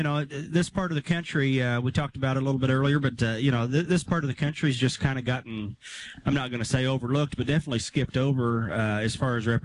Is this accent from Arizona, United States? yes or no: no; California, United States; also born or lived in Illinois; The area I grew up in Southern California was a rural area when it started out. We had horses and, you know, there's farm ground and orange orchards around us.